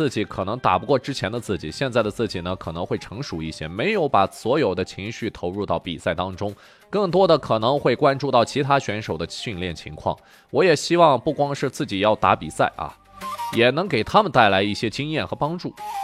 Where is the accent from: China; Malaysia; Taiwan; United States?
China; 作为中国人，其实很不想互相对到一块儿的